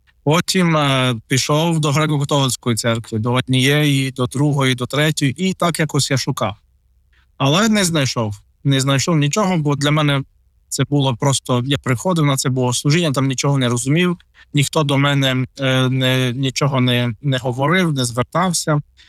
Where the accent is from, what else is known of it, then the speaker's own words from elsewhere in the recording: Khust, Zakarpattia Oblast, Ukraine; first language Russian; Ukrainian is a second language; я народився в місті Куст, що є теж на Закарпатті, у 1995 році, мені зараз 31 рік, і я виростав у сім'ї, у звичайній кузькій сім'ї, що цікаво по материнській лінії, то у мене предки росіяни, а по батьківській у мене предки угорці.